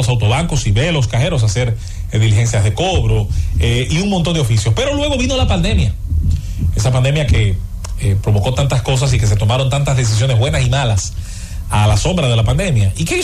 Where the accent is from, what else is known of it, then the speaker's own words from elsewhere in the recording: Azua de Compostela, Azua, Dominican Republic; mi pueblo, en Aso de Compostela